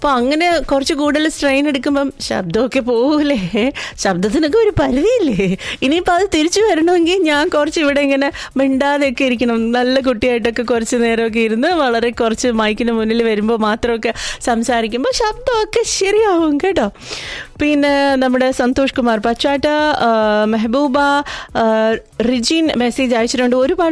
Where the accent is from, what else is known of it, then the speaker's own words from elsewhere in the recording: Thiruvananthapuram, Kerala, India; ഞങ്ങൾ തിരുവനന്തപുരത്തുകാരുടെ